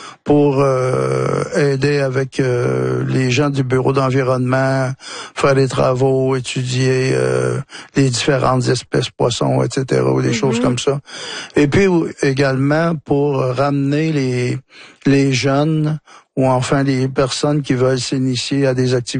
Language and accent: French; Trois-Rivières, Quebec, Canada; born there; Je suis né à Trois-Rivières, mais on passait nos étés, tous nos étés, le long de la rivière.